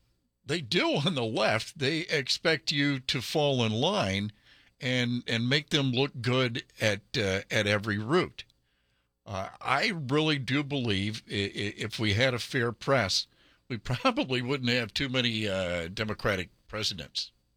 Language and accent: English; United States; as an American